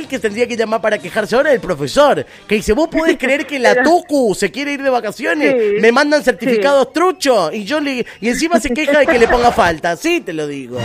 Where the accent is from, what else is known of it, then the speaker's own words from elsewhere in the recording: Argentina; así somos los argentinos